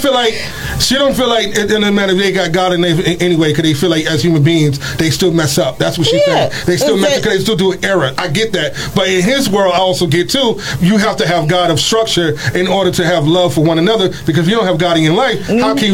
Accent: Harlem, New York, United States; now in Bronx, United States; I'm from Harlem. End of the day, I'm from Harlem.

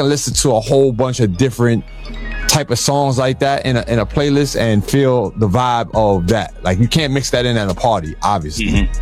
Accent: Bronx, New York, United States; is because I'm from the Bronx, I'm from the South Bronx

